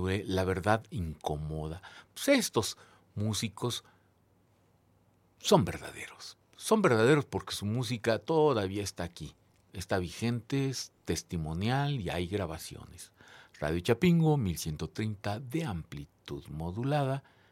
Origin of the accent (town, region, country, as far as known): Mexico